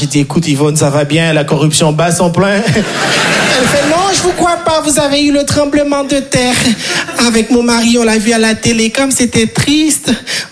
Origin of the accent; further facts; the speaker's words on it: Haiti; Moi je viens de Haïti. Est-ce que par applaudissement tout le monde voit ce que c'est Haïti?